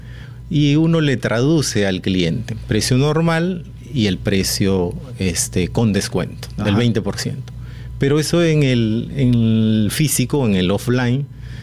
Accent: Talara, Piura, Peru; born there; Mi tierra. Soy nacido en Talara, Piura.

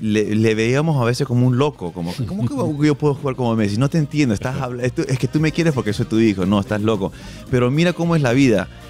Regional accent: Peru; que somos somos una familia peruana normal, de verdad, ¿no?

